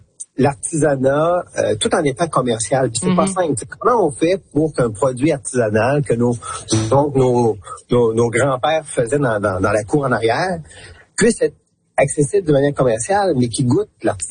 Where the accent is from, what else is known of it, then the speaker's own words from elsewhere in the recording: Quebec, Canada; chez nous en Gaspésie.